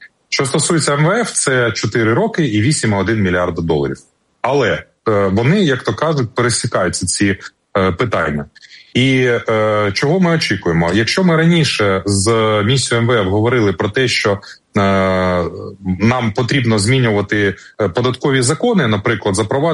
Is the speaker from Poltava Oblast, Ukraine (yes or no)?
no; Odesa, Odesa Oblast, Ukraine; я представник міста Одеса, я одесит